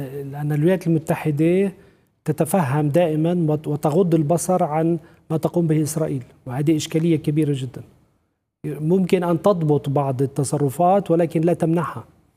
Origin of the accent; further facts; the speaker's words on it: Palestine; نحن كفلسطينيين